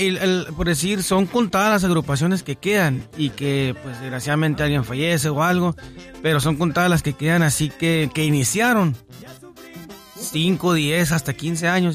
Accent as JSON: {"language": "Spanish", "town": "Nacozari de García", "region": "Sonora", "country": "Mexico", "said": "Yo soy de Nacozari, de García, Sonora. Soy sonorense, 100% sonorense. Ya tengo 41 años"}